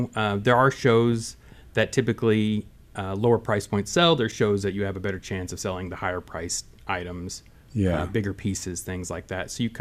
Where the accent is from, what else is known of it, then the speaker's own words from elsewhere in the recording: Lawrence, United States; Being as I'm from Lawrence, I have a lot of community members and former clients and friends who are familiar with my work.